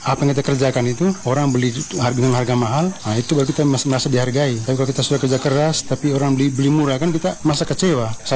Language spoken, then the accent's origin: Indonesian; Makassar, South Sulawesi, Indonesia; moved away as an adult; now in Malinau, Indonesia; Saya dari Makassar.